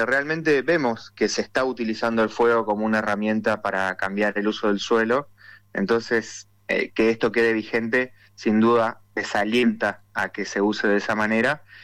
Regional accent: Argentina

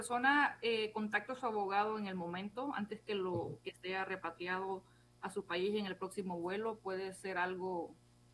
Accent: Honduras; yo soy hondureña y yo sé que muchos compatriotas míos estaban aquí con el estatus de protección

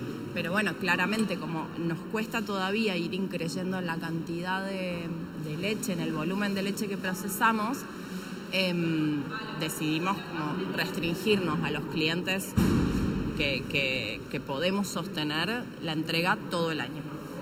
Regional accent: Buenos Aires, Argentina; born there; moved away as an adult; now in northern Argentina; yo nací en Buenos Aires y me voy a vivir al norte a los 34.

